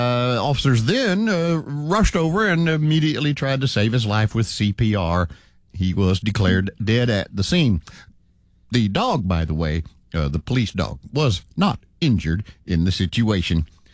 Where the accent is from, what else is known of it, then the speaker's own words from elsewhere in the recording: Houston, Texas, United States; I grew up in Spring Branch. That's where the shooting took place.